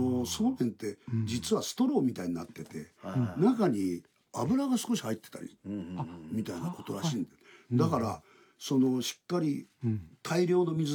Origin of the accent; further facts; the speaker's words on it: Osaka, Japan; born there; moved away; 僕は小学校、幼稚園小学校8年間大阪で育ったからね。